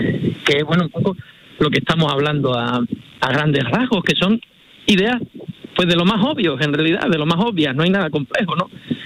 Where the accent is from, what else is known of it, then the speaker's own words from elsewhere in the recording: Andalusia, Spain; tengo un amor muy profundo por Doñana, por mi tierra